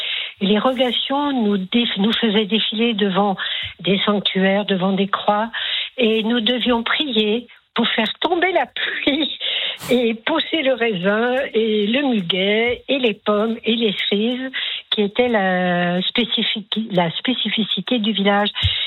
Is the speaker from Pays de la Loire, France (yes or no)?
no; Collonges-au-Mont-d'Or, Auvergne-Rhône-Alpes, France; moved away; quand j'étais enfant, j'habitais Collonges au Mont-d'Or, une ville connue pour le chef Paul Bocuse.